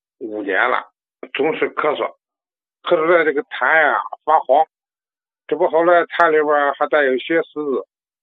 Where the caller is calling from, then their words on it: Handan, Hebei, China; 啊，王老师，我是河北邯郸的，我们算老朋友了。